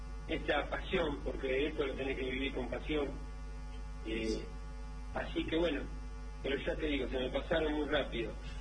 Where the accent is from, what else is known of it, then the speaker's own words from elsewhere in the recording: Benito Juárez, Buenos Aires Province, Argentina; also born or lived in Necochea; a los 8 años a mi padre lo trasladan a Juárez. Y bueno, a un campamento de vialidad, él trabajaba en vialidad.